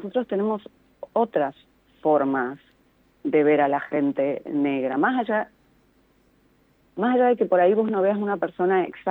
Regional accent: San Luis, Argentina; yo soy de San Luis, soy puntana.

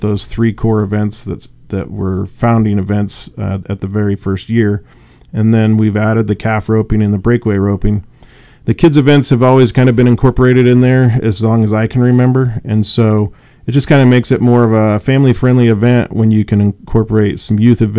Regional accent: Helix, Oregon, United States; Both Cody and I grew up in Helix, went to school 13 years, K through 12 out there.

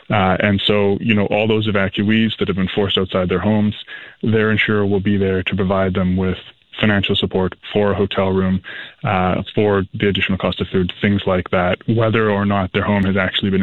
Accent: British Columbia, Canada; Yeah, I mean, you know, as a British Columbian, as probably any Canadian, this is horrifying, right?

